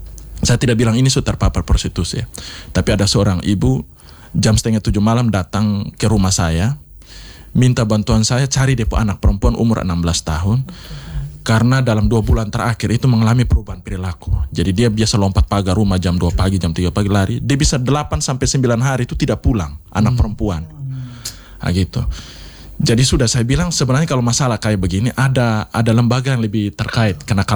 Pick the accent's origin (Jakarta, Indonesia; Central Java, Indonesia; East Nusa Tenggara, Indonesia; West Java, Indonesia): East Nusa Tenggara, Indonesia; Kupang; Saya istilah tuh kalau ngomong kita orang Kupang tuh, nasihat sampai leher bengkok.